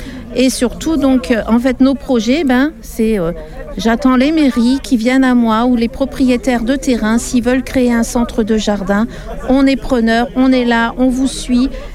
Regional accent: Hauts-de-France, France; moved away; je suis originaire du Pas-de-Calais, mais j'ai mon jardin sur Valenton, qui est dans la région parisienne, dans le Val-de-Marne.

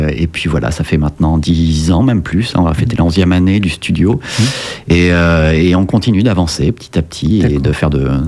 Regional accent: Nouvelle-Aquitaine, France; Tout simplement parce que j'en suis natif. Je suis né vraiment dans le Nord Périgord, ma famille est encore là.

